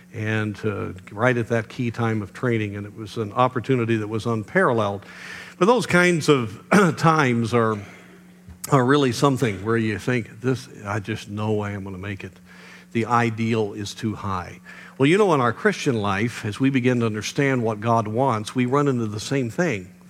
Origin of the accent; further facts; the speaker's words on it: United States; we as American believers